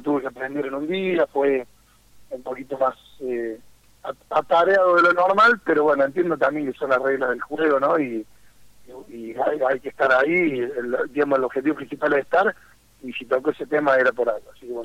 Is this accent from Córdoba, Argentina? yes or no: yes; Río Tercero, Córdoba, Argentina; en esta ciudad, sobre todo, que tanto quiero, en la que soy nativo